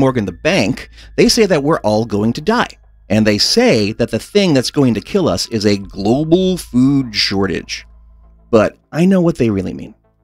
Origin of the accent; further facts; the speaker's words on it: Canada; I'm Canadian.